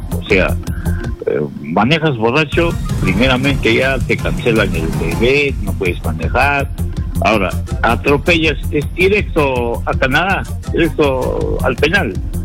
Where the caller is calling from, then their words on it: Santa, Ancash, Peru; desde Santa.